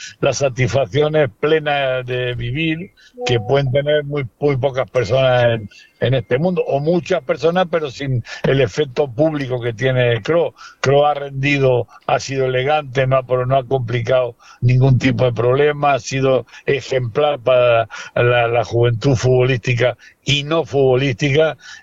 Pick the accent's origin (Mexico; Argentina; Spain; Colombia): Spain; moved away; Ahora, si los que vivimos aquí somos españoles, siempre estamos pensando que estamos en riesgo de que esto se viva peor.